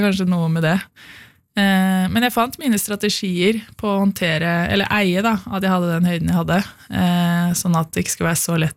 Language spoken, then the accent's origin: Norwegian; Lillehammer, Innlandet, Norway; born there; also born or lived in Ås, Norway; Jeg er opprinnelig fra Ås, men jeg har også bodd veldig mange år på Lillehammer.